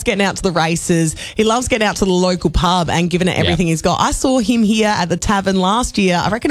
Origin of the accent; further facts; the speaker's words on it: Adelaide, South Australia, Australia; I was from Adelaide and … didn't win my heart.